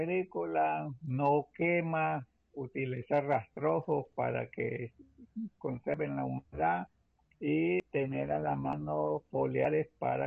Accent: El Salvador; como buenos salvadoreños, seguir pudiendo para garantizar la comida

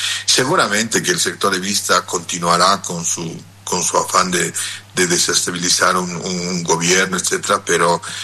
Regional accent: Bolivia; soy boliviano.

